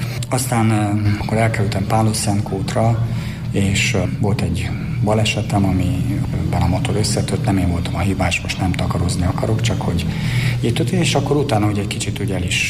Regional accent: Budapest, Hungary; én kőbányai vagyok, kőbányán születtem

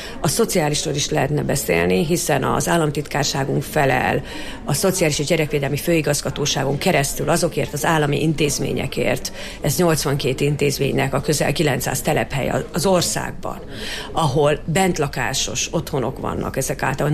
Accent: Miskolc, Borsod-Abaúj-Zemplén, Hungary; Miskolcra, de hát ugye én két laki életet élek, úgyhogy én hétvégente is szoktam itt lenni, hiszen ez a szülővárosom.

